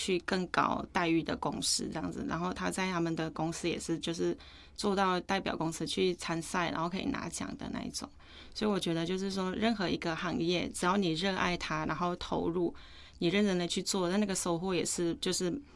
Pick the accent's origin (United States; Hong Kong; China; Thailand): Thailand; now in Taiwan; 就是会比我们在泰国还要更加的追求的会更加的用力一点